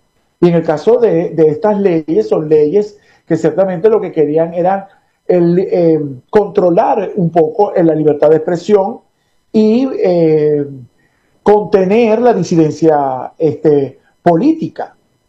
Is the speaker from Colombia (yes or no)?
no; Venezuela; El gran reto para nosotros como venezolanos es que nuestra sociedad y nuestros poderes públicos realmente comiencen a trabajar de manera democrática